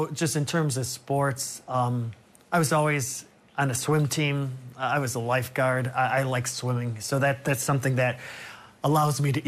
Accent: Chicago, Illinois, United States; I come from Chicago, where deep dish and stuffed pizza and all

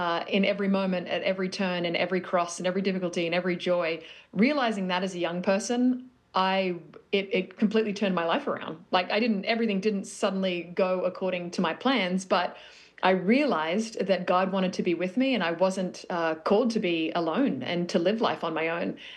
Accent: Australia

